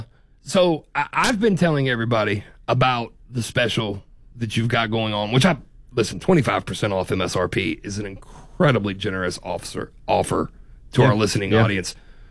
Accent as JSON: {"language": "English", "region": "Midwest", "country": "United States", "said": "But I'm just a Midwesterner trying to pronounce Gunnersville."}